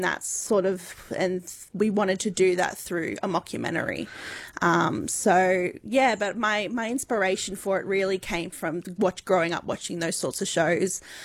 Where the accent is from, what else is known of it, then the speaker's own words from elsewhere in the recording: Ulladulla, New South Wales, Australia; moved away as an adult; I moved back to my hometown of Ulladulla with my husband